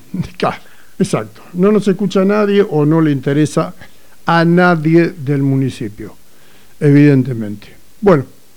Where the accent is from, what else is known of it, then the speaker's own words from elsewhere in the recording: Argentina; somos todos argentinos, somos todos iguales